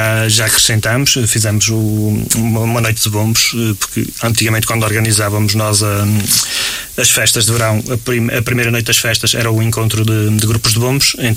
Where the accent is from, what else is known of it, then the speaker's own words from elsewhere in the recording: Marco de Canaveses, Norte, Portugal; eu sou de Canaveses.